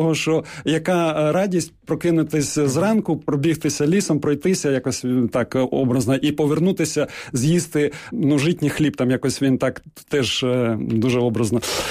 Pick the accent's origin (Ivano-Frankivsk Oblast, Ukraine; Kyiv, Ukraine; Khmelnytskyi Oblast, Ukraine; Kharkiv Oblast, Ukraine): Kyiv, Ukraine; Що я, наприклад, народився в Києві